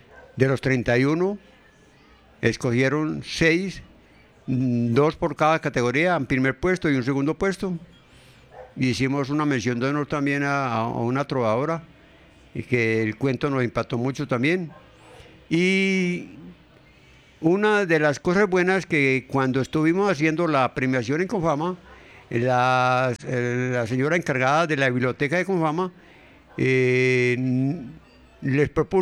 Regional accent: Amagá, Antioquia, Colombia; born or raised there

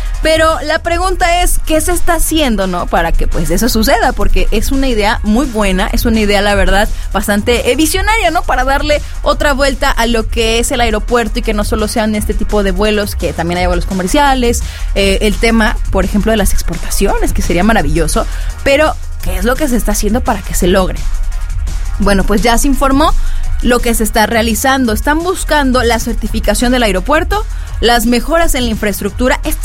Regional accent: Morelos, Mexico; los morelenses hemos estado esperando

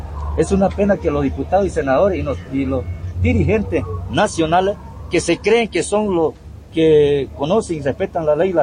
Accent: Pando, Bolivia; Yo soy boliviano y pandino.

